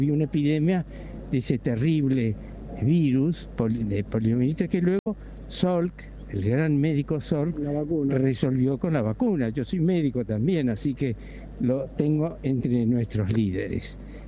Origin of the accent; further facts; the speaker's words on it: Bahía Blanca, Buenos Aires Province, Argentina; now in Buenos Aires, Argentina; Lo vi jugar en Bahía Blanca, yo soy oriundo de allá